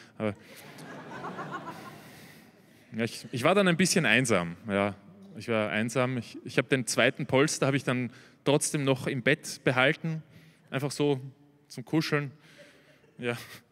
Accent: Austria; Also ich komme aus Österreich

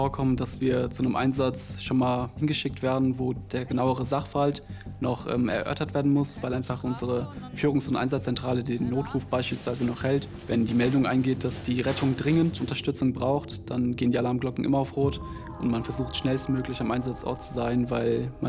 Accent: Taunusstein, Hesse, Germany; ich bin 29 Jahre alt, komme gebürtig aus Taunusstein

